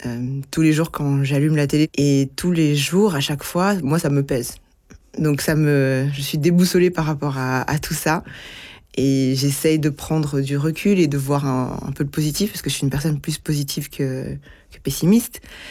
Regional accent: Brussels, Brussels-Capital Region, Belgium; also born or lived in Kinshasa, DR Congo; j'ai grandi à Bruxelles finalement, la majorité de ma scolarité, toute ma scolarité au final je l'ai fait à Bruxelles, l'université aussi. Donc voilà, j'ajoute aussi l'identité bruxelloise forcément à tout ça.

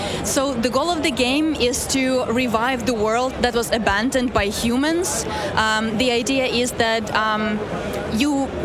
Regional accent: Czechia; English is a second language; I come from Czech Republic, and just to share a little bit, we have a part of land which is currently being transformed into a desert

